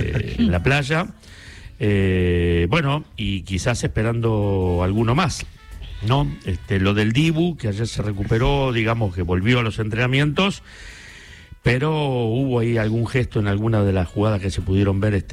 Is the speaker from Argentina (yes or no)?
yes; Argentina; A saber cómo somos los argentinos, a medida que van pasando las horas y se acerca el debut, nos vamos entusiasmando.